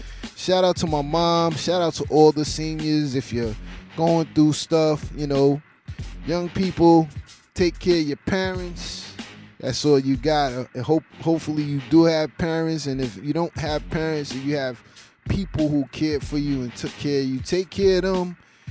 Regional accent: Crown Heights, New York, United States; since I'm from Crown Heights, I want to send a rest in peace and prayers out to a family, young lady.

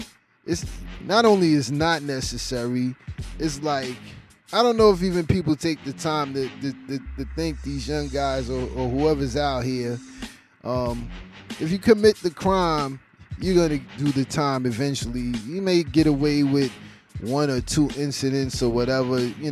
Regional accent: Crown Heights, New York, United States; since I'm from Crown Heights, I want to send a rest in peace and prayers out to a family, young lady.

